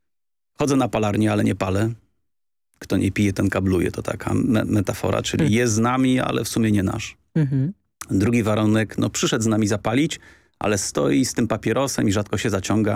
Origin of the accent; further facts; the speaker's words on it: Warsaw, Masovian Voivodeship, Poland; Bo podobny, to powiem, ja też jestem z Warszawy i koniec.